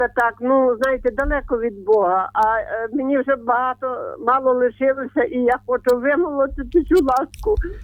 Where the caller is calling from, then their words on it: Ternopil Oblast, Ukraine; Я із Тернопільщини.